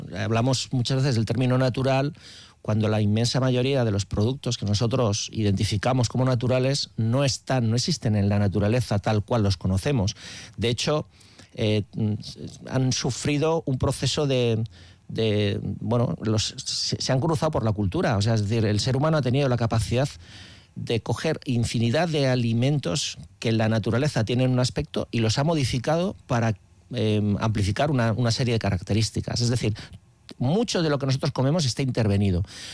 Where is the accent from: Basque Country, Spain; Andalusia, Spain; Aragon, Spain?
Basque Country, Spain; San Sebastián; nosotros somos del barrio de Guía